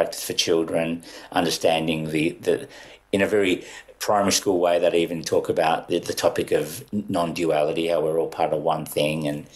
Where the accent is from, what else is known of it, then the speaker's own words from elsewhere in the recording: Melbourne, Victoria, Australia; also born or lived in India; And then we eked out a existence in the suburbs of Melbourne, trying to learn how to be as Aussie as the Aussies were in order to fit in.